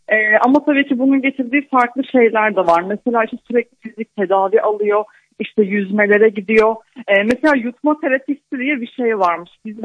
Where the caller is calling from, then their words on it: İzmir, Turkey; İzmir'den arıyorum.